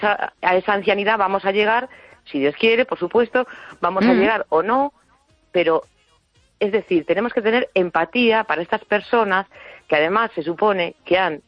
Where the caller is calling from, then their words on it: A Coruña, Galicia, Spain; de La Coruña.